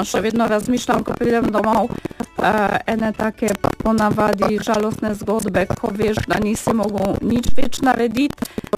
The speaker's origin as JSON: {"language": "Slovenian", "town": "Kraków", "region": "Lesser Poland", "country": "Poland", "second_language": "Slovenian", "moved": "as an adult", "lives_now": "Slovenia", "said": "Ja, prihajam iz Poljske, iz Krakova, tam sem študirala medicino, spoznala svojega moža in potem sva se odločila, da mogoče nadaljujeva svojo pot v Sloveniji."}